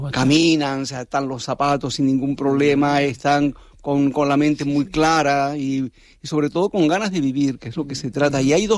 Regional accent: Tenerife, Canary Islands, Spain; born there; now in Las Palmas, Spain; yo soy isletero, bueno, todavía no soy isletero adoptivo siquiera, ¿no? Porque dicen que nací en Tenerife y me quedan unos cuantos años por delante.

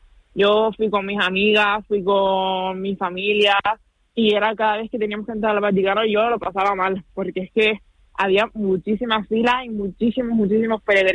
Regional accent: Teror, Canary Islands, Spain; moved away as an adult; now in Rome, Italy; de ir a Teror y decir, estoy aquí tranquila, hablando con todos, en mi pueblo, claro.

